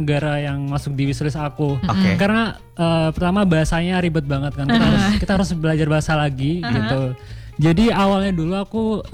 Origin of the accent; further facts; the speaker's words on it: Sidoarjo, East Java, Indonesia; also born or lived in Mojokerto; Dari Sidoarjo.